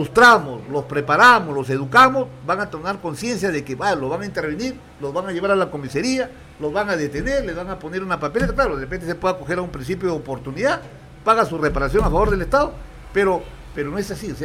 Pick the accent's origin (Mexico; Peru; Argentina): Peru; Lambayeque; born there; trabajar por mi tierra que me vio nacer